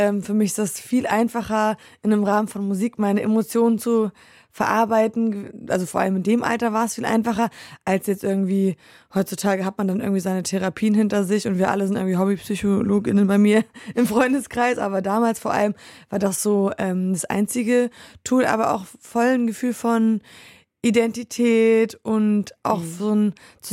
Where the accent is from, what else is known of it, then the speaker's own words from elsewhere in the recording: Poland; Also ich bin vor allem in Polen groß geworden mit Liedern